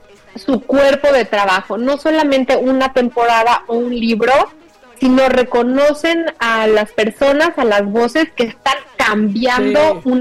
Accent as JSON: {"language": "Spanish", "country": "Mexico", "said": "abrir el mundo de quiénes somos los mexicanos"}